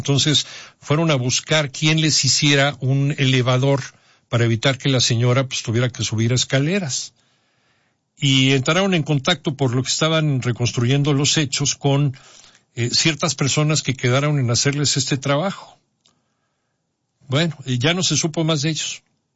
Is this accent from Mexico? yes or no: yes; Mexico